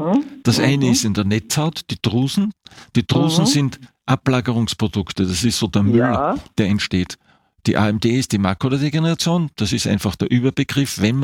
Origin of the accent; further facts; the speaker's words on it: Graz, Styria, Austria; Nein, habe ich nicht. Ich bin aus Graz.